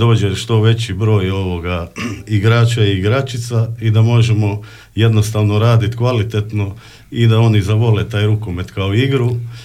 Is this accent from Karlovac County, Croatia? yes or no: yes; Karlovac, Karlovac County, Croatia; moved away as an adult; now in Lošinj, Croatia; dolazim iz Karlovca, došao sam na otok prije godinu dana, želja mi je tu ostati trajno